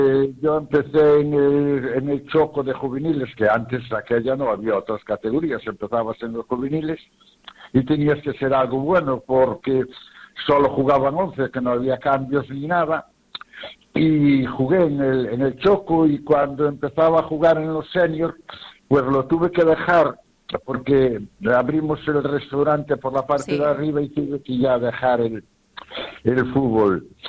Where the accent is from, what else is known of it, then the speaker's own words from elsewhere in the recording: Redondela, Galicia, Spain; como soy un amante de mi pueblo y sí. Sabes que Redondela hay muchas actividades lúdicas y de cultura y de todo eso